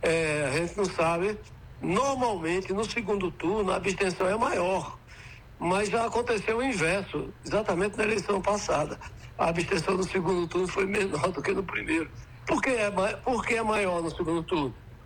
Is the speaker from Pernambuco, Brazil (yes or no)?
yes; Petrolândia, Pernambuco, Brazil; ser o primeiro filho natural, nascido e criado em Petrolândia